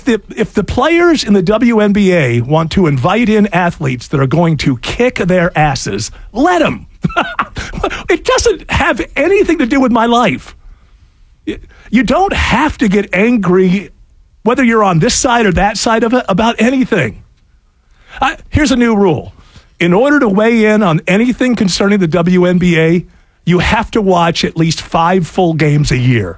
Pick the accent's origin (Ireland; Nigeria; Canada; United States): United States; as an American